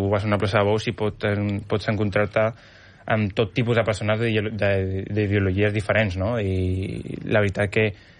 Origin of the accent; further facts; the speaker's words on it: Catalonia, Spain; Jo sempre, com saben, no?, que soc català, perquè la veu s'escolta